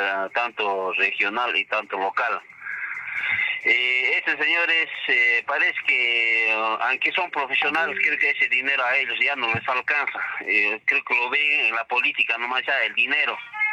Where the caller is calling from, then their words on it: Acomayo, Rondocan district, Cusco, Peru; Yo soy Acomaíno, distrito de Rondoca.